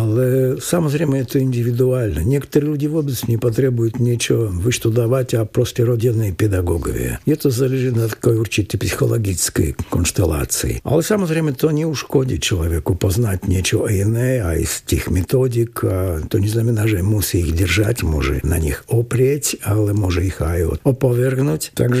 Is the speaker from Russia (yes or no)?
yes; Russia; moved away as an adult; now in Banská Bystrica, Slovakia; som sa tam narodil. Čo sa týka ruského pôvodu, je to trošku komplikovanejšie. Nie som čistý Rus, mám veľa iných krovi. Môj starý otec bol Ukrajinec, môj otec sa narodil v Vinnice